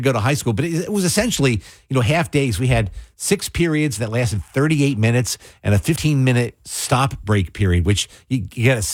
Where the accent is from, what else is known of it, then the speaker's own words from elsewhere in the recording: Mays Landing, New Jersey, United States; So where I grew up in Mays Landing, we had Oakcrest High School.